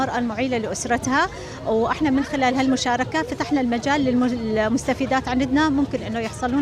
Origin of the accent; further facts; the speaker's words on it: Deir ez-Zor, Deir ez-Zor Governorate, Syria; born there; moved away as an adult; حبيت الانطلاقة تكون مسقط رأسي مدينة دير الزور